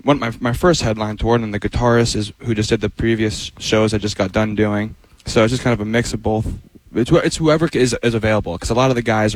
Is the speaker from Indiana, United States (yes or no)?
no; Bradenton Beach, Florida, United States; I grew up in Bradenton Beach area. So, yeah.